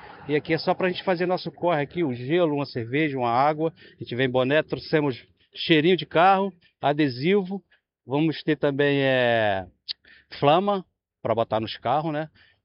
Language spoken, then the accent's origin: Portuguese; Natal, Rio Grande do Norte, Brazil; Cara, eu sou da cidade do Rio Grande do Norte, Natal. Só que eu vim muito tempo aqui, morar aqui no estado do Rio.